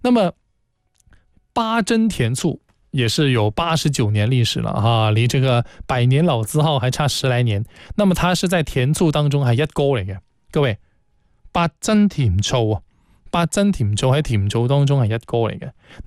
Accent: Guangdong, China; 这些呢都是我们老广啊煲猪脚姜的这个优选

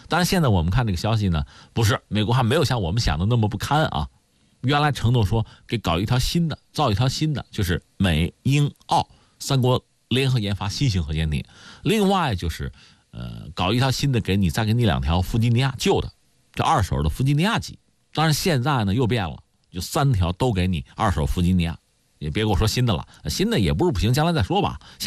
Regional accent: China

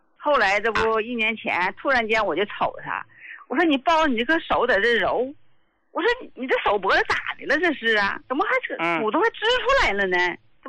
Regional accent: Jiangsu, China; 哎，我是江苏的，今天来呢，就是我来替我老伴儿来反馈来了。

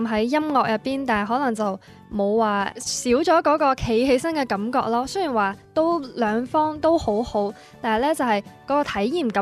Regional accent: Guangdong, China; 其实呢，我们是广东人嘛

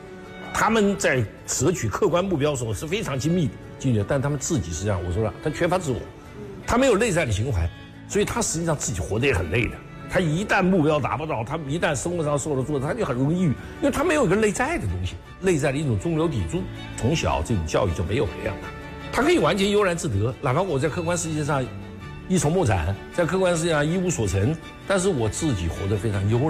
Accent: China; 因为我们中国人自古以来对宗教就没有这么太多的

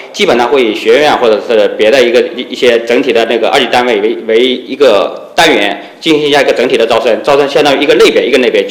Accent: southern China, China; now in Northeast China; 因为我老家是南方的，

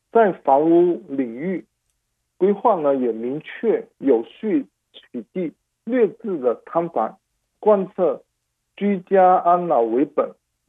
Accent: Hong Kong; 我现在对外说我都是大湾区人，我没有说我是香港人啊。

